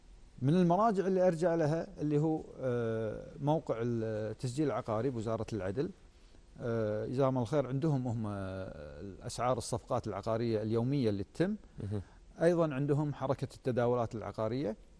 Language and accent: Arabic; Kuwait; عندنا بالكويت